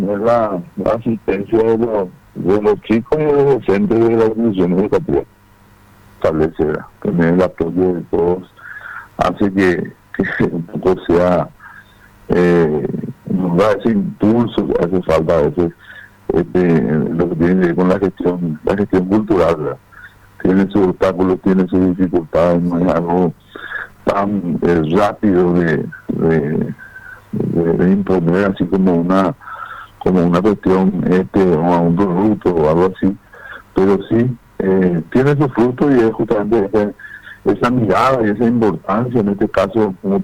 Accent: Pilar, Ñeembucú, Paraguay; fortalecer la identidad cultural nuestra, como paraguayos en primer término, pero también como ñeimbujeños y pilarenses.

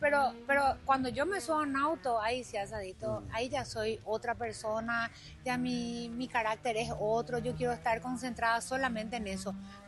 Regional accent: Paraguay; Quiero hacer podio en mi país, realmente te digo.

